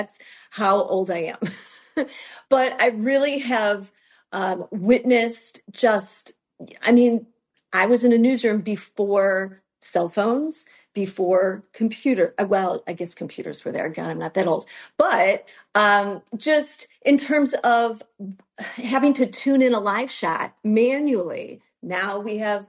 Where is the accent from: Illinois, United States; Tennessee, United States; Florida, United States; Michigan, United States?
Illinois, United States; moved away as an adult; now in Champaign, United States; I'm from the Chicago suburbs.